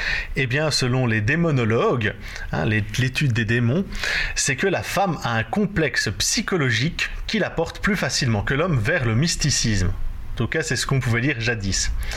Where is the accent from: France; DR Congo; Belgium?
Belgium; Namur, Wallonia; chez nous à Namur